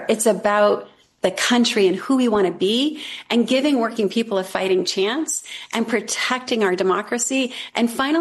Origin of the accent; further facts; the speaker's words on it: Maine, United States; I grew up in Maine since my whole life in CD2, in the rural part of the state. I'm a carpenter's daughter.